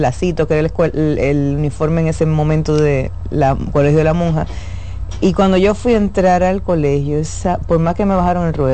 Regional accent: Salcedo, Hermanas Mirabal, Dominican Republic; born there; now in Santo Domingo, Dominican Republic; la casa de madera de Salcedo.

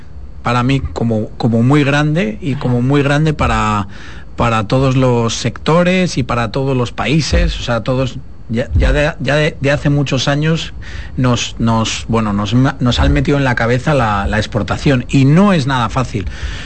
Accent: Spain; con nuestro estilo de España

